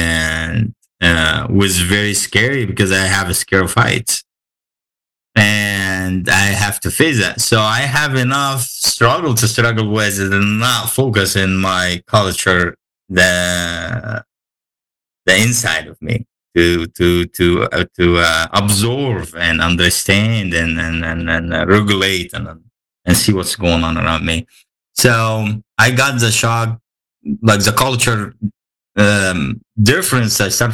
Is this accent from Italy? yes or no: no; Egypt; now in Kansas City, United States; Like I grew up in Egypt, and we have Egyptian Muslims and Egyptian Christians.